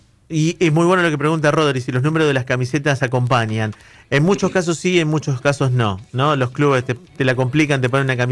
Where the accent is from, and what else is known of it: Argentina